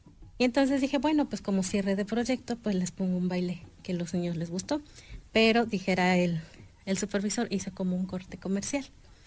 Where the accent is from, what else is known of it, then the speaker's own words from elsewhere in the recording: Mexico; moved away; yo vengo de Soyatla